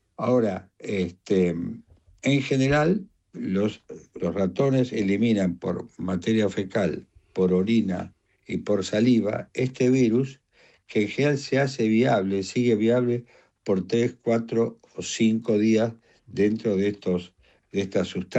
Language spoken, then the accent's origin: Spanish; Argentina; Padres que de Galicia, ¿sí? Yo soy el primer argentino de la familia.